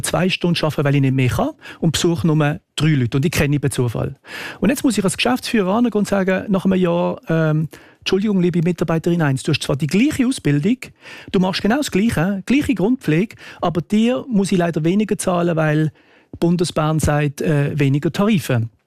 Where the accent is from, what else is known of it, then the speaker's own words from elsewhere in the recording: Switzerland; Wenn wir das als Schweizer Bevölkerung, dass wir verpflichtet werden, zu pfl